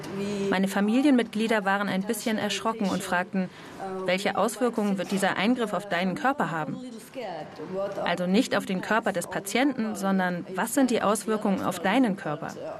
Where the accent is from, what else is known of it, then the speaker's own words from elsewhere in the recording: Luxembourg; moved away; Ich komme ursprünglich aus Luxemburg.